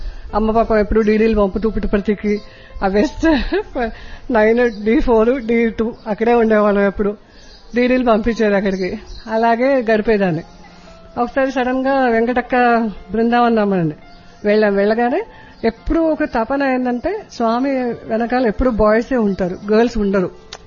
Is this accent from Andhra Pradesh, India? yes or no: no; Hyderabad, Telangana, India; నేను హైదరాబాద్ నుండి వచ్చాను.